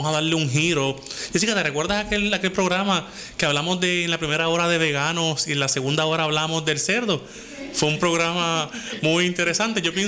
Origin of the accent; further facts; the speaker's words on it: Lajas, Puerto Rico; desde mi pueblo Lajas